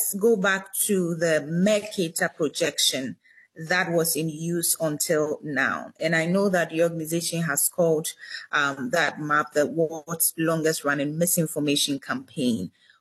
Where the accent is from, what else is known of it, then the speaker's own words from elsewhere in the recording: Ghana; And I grew up in Ghana